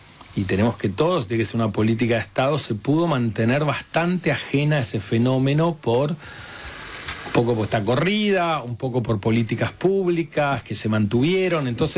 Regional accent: Argentina; creo que también eso es parte del problema que tenemos como argentinos, ¿no?

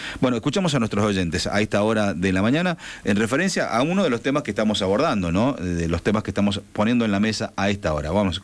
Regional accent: Argentina; ¿No somos argentinos?

